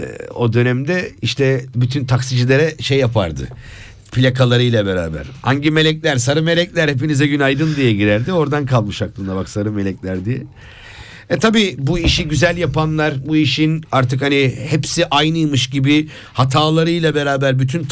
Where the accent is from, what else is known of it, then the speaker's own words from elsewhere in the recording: Kocaeli, Turkey; O Sakaryalıdır, ben Kocaeliliyim ya.